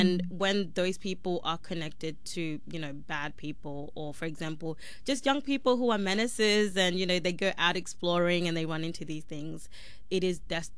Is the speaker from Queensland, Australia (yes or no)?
yes; Cairns, Queensland, Australia; as someone who has been living in Queensland for like 10 plus years, even, in rural, I was like from Cairns, like there wasn't really much of that.